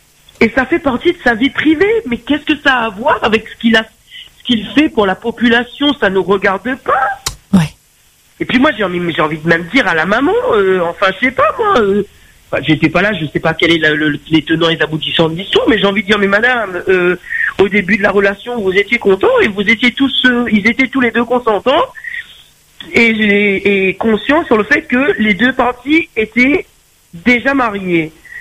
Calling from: West of Réunion, Réunion; je viens de l'Ouest

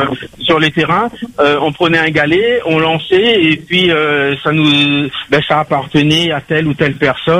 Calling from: Normandy, France; Oui, je vous appelle de Normandie.

